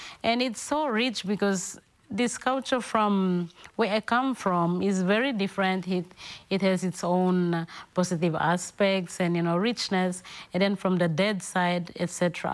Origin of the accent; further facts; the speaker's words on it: Milne Bay Province, Papua New Guinea; English is a second language; I come from Milne province, which is near the capital of Papua New Guinea, which is Port Moresby. I speak a totally different language.